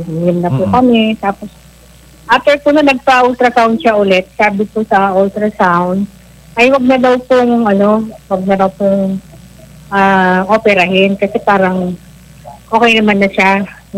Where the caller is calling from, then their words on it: San Jose City, Central Luzon, Philippines; Taga San Jose City, Nueva Ecija po